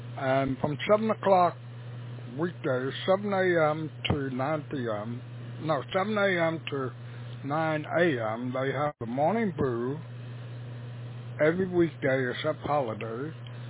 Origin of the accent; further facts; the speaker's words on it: Brooklyn, New York, United States; moved away; also born or lived in Long Island, New York; I'm originally from New York State, Brooklyn, New York, and Long Island, New York.